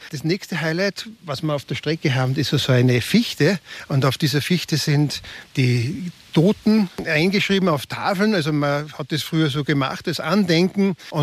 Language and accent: German; Faistenau, Salzburg, Austria; Die Wege, die ich zeige, das ist einmal direkt in meiner Heimat, in der Feistenau, der wunderschöne Litauen.